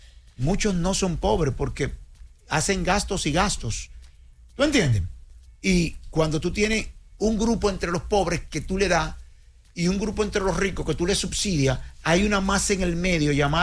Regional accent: Santo Domingo, Dominican Republic; Porque yo soy de Palmarejo, y Palmarejo está entre los sectores bajitos.

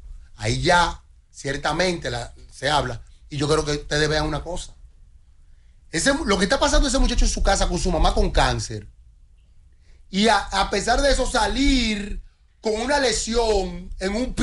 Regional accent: Santo Domingo, Distrito Nacional, Dominican Republic; Yo, que soy de Villa Francisca

